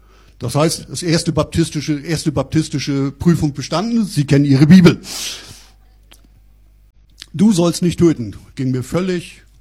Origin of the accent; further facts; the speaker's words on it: Rostock district, Mecklenburg-Vorpommern, Germany; accent: northern; Aufgewachsen und geboren bin ich ganz im Norden, hört man vielleicht an der Stimme. Also ich sage mal, das ist jetzt nicht direkt sächsisch. Ich bemühe mich, habe mich auch nie bemüht, meine Heimatsprache zu vergessen. Ich bin eher bemüht, sie nicht völlig durchklingen zu lassen.